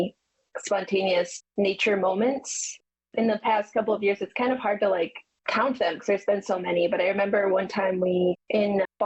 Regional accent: Michigan, United States; They weren't jumping, but you know, we're from Michigan, so dolphin sightings are, you got to pay for those.

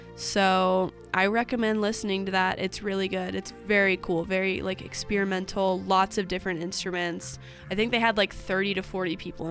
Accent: Maryland, United States; I'm from Maryland.

